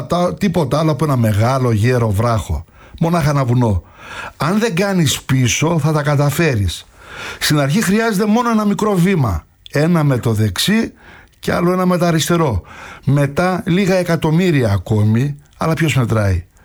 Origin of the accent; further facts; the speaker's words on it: Tzoumerka, Epirus, Greece; moved away; Εγώ κατάγομαι από τα Τζουμέρκα, έχω παραστάσεις σε αυτό